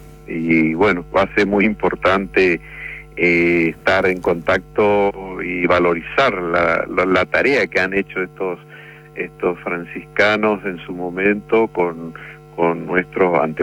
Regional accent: Corrientes, Argentina

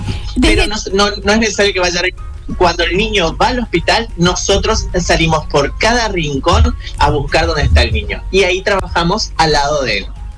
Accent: Villa Ángela, Chaco, Argentina; Nosotros somos de Villa Ángela.

